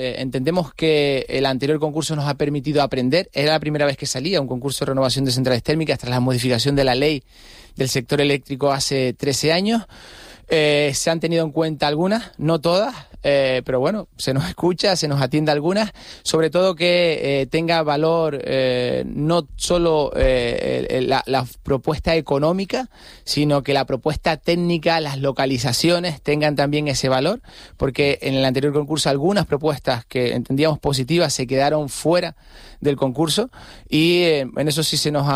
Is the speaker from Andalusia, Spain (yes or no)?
no; La Palma, Canary Islands, Spain; en La Palma, mi isla